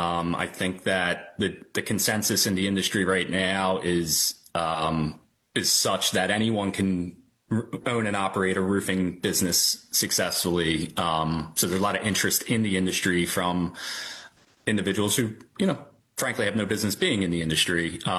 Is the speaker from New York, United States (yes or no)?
no; Havertown, Pennsylvania, United States; born and raised in Havertown, Pennsylvania